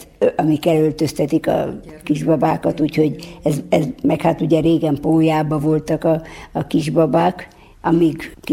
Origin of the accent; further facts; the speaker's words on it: Danube Swabian settlement area, Hungary; tőzsgyökeres sváb vagyok.